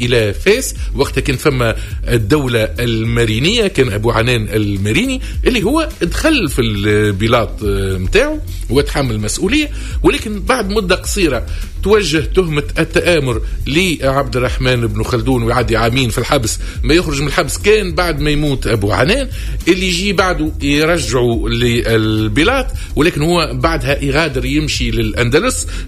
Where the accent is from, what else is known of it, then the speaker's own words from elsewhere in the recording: Tunisia; born there; لأني ولدت في تونس